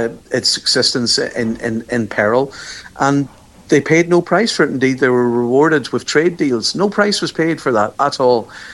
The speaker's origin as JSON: {"language": "English", "region": "Ulster", "country": "Ireland", "said": "I'm from the Inishowen Peninsula, you know, and we're surrounded by water"}